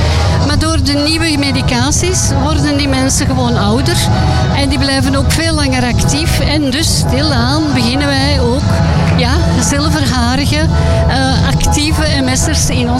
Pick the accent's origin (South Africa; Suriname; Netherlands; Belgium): Belgium; Antwerp, Flanders; Maar ik ben van Antwerpen en wij eten en drinken ook graag.